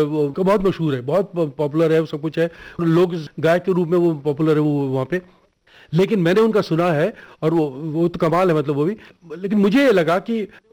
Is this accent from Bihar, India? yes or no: no; Jaipur, Rajasthan, India; था, हिंदी का लिमिटेड उसमें सब कुछ था। जयपुर मेरे लिए पूरा खुला मंच था